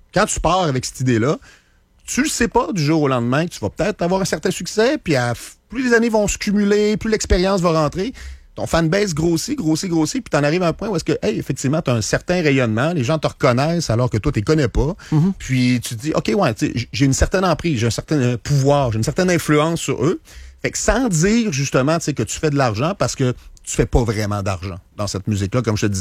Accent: Rivière-du-Loup, Quebec, Canada; now in Quebec City, Canada; Je suis déménagé parce que moi, je viens du Bas-Saint-Laurent, je viens de Rivière-du-Loup.

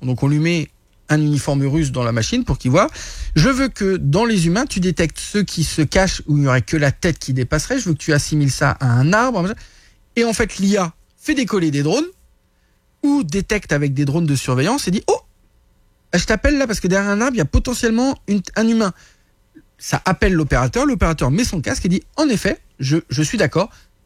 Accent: France; now in Canada; parce que je suis français, qu'il y a eu les forces françaises qui ont été engagées, de deux, parce que je suis canadien de cœur maintenant

